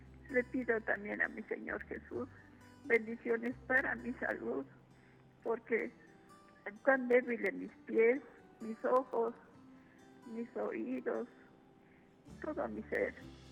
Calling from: Ciudad Juárez, Chihuahua, Mexico; de Juárez.

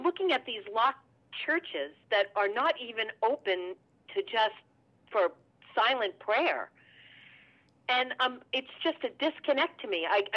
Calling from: Newport, Rhode Island, United States; I'm calling from Newport, Rhode Island.

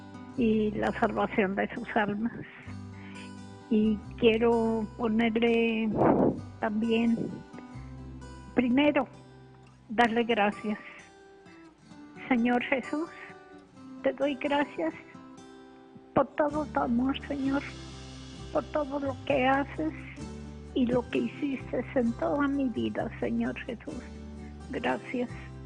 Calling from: Guadalajara, Jalisco, Mexico; De aquí, de Guadalajara.

